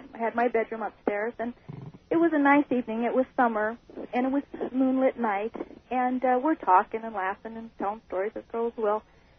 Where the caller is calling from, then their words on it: Kelso, Montana, United States; Hi, I'm calling from Kelso, Montana.